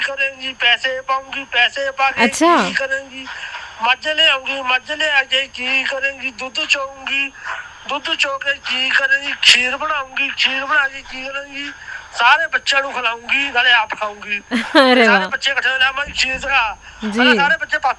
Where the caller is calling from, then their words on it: Malerkotla, Punjab, India; ਲੋਹਾ ਬਾਜ਼ਾਰ ਮਲੇਰਕੋਟਲਾ ਤੋਂ ਬੋਲਦਾ